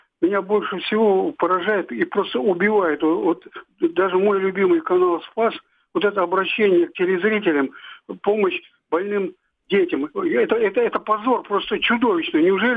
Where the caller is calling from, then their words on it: Saint Petersburg, Russia; я из Ленинграда